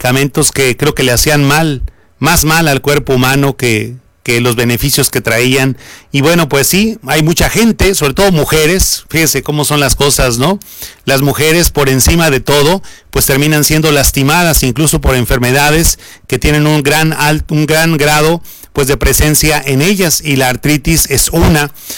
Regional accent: Mexico; las personas que vivimos en esta hermosísima República Mexicana, pues evidentemente somos producto de una pluriculturalidad.

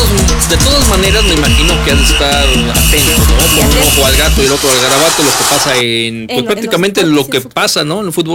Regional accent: Mexico

